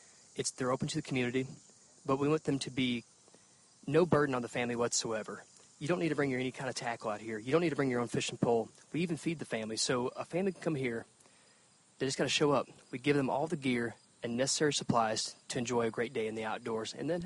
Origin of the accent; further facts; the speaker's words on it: Missouri, United States; I grew up in Missouri, was in the outdoors my entire life.